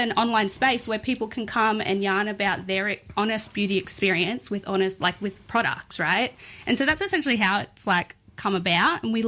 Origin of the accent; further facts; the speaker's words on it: New South Wales, Australia; now in Ipswich, Australia; I'm a Yuin woman with connections to South Coast, New South Wales, but live in Ipswich on Yuggera Yuggera Ngunnawal land and have done so for many, many years now. So that kind of is second home.